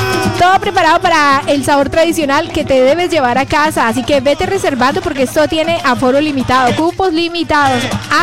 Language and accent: Spanish; Colombia; now in Madrid, Spain